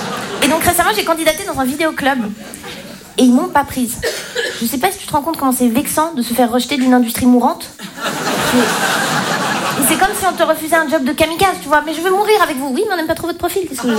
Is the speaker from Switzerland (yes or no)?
yes; Switzerland; Moi je suis Suisse. Et moi, c'est bon. Et donc, comme je viens pas d'ici, j'ai rarement des gens que je connais dans le public